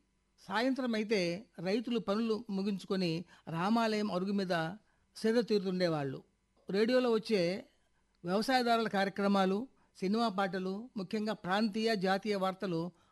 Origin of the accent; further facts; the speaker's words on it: Bommalapuram, Andhra Pradesh, India; నేను మా స్వగ్రామం బొమ్మలాపురంలో ఉండగా